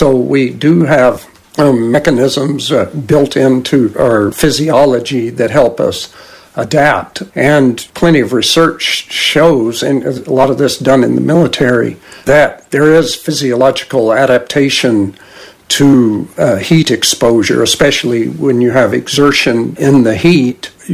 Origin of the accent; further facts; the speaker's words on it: Georgia, United States; I grew up in Georgia in the years before air conditioning mostly, and it was exactly as you describe it.